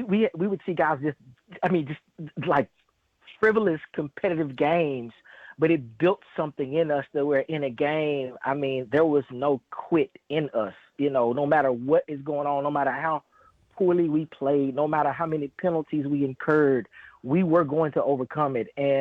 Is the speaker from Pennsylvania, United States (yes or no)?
no; Dallas, Texas, United States; being a Dallas boy, I grew up born and raised in Dallas.